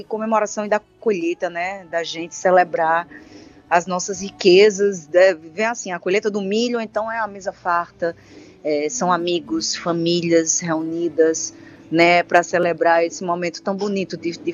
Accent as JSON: {"language": "Portuguese", "region": "Paraíba", "country": "Brazil", "tie": "born or raised there", "also_born_or_lived": "João Pessoa, Paraíba", "said": "eu sou essa criança que cresci no Alto Sertão, né? Embora tenha nascido em João Pessoa, eu e minhas irmãs, a minha família inteira é do Alto Sertão."}